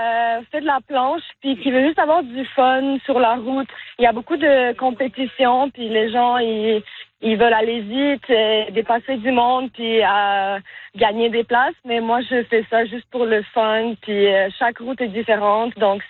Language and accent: French; Montreal, Quebec, Canada; moved away; Moi, je suis de Montréal originalement.